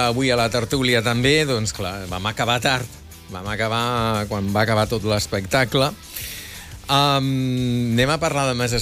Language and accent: Catalan; Tarragona, Catalonia, Spain; jo soc de Tarragona.